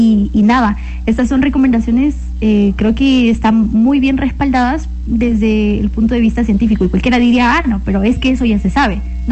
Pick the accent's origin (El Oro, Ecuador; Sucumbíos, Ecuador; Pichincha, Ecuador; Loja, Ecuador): El Oro, Ecuador; Machala; en Machala, en mi tierra, la capital bandera del mundo